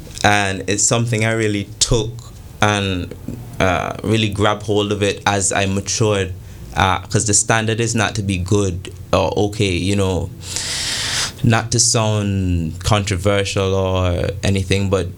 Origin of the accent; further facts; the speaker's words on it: Antigua & Barbuda; growing up in Antigua